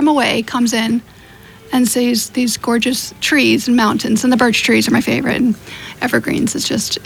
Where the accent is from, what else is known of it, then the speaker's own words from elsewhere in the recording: New England, United States; now in West Palm Beach, United States; I'm from the North. East, I'm trying to say. So it's in my blood to come up back here.